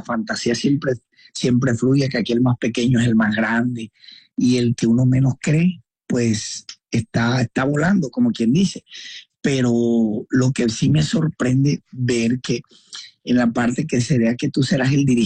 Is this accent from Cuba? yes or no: no; Caribbean Region, Colombia; pues como todo colombiano, salimos a los Campos Elíseos, cerquita del Arco del Triunfo, pues a prácticamente oxigenarnos un poquitico, pero como buenos costeños, con el desorden del acordeón.